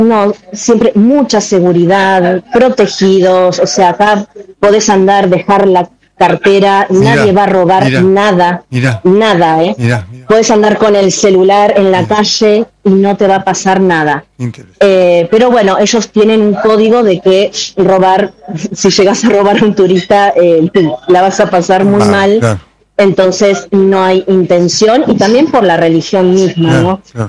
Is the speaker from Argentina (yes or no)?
yes; Argentina; now in Giza, Egypt